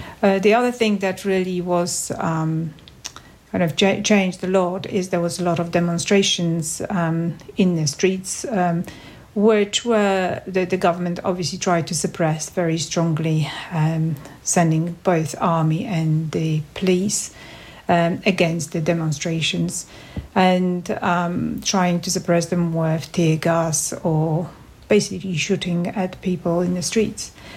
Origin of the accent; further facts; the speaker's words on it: Warsaw, Masovian Voivodeship, Poland; I was born in Warsaw in Poland in 1966.